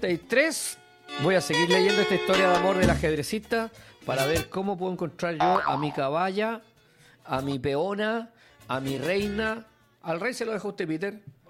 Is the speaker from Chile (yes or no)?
yes; Chile; No, yo soy chileno